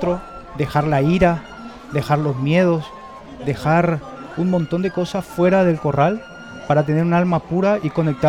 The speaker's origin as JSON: {"language": "Spanish", "region": "northern Argentina", "country": "Argentina", "said": "yo soy de Argentina, del norte de Argentina. Vengo de una familia muy tradicional, una familia gaucha del norte"}